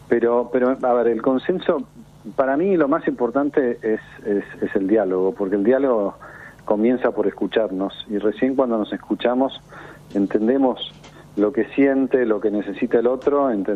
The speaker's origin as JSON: {"language": "Spanish", "country": "Argentina"}